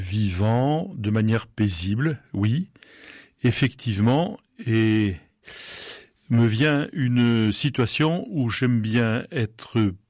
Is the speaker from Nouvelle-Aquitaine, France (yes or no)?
yes; Nouvelle-Aquitaine, France; moved away; Sédentaire et nomade. Les Charentes, c'est mon lieu de départ et mon lieu d'arrivée.